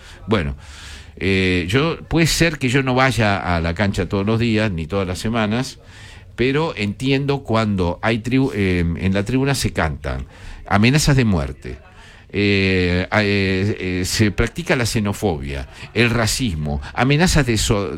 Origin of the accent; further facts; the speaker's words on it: Argentina; Eso somos nosotros, somos los argentinos, nos tienen que bancar así, etcétera, etcétera.